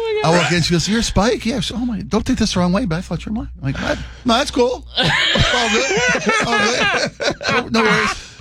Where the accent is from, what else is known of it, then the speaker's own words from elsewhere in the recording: Baltimore, Maryland, United States; accent: Baltimore; When I moved here, I had a very Balmer accent. I hadn't quite learned to ditch my Balmer accent yet, right?